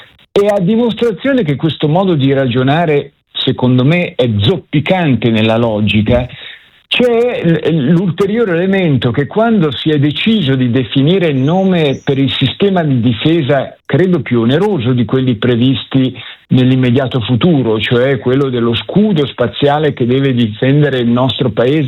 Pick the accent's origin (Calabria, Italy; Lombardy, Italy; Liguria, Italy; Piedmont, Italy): Liguria, Italy